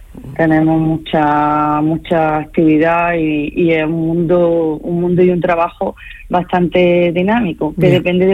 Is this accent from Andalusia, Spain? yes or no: yes; Linares, Andalusia, Spain; now in Almería, Spain; yo soy de interior, soy de Jaén, de Linares, y hasta que no me vine a vivir aquí a Almería no conocía este mundo